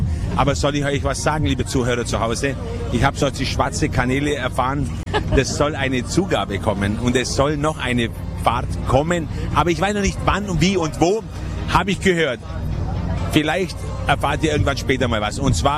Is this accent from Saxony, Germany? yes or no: no; Augsburg, Bavaria, Germany; born there; Unsere Eltern sind aus Sizilien, aber wir sind geboren in Augsburg, in der Nähe von München.